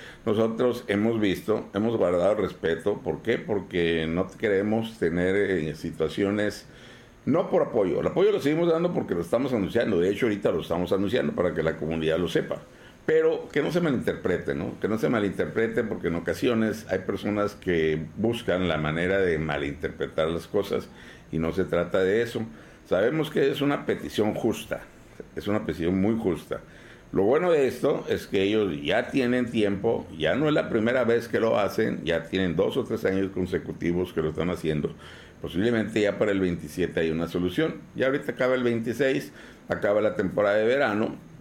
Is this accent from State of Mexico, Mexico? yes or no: no; Baja California, Mexico; porque todos somos residentes del Valle de Mexicali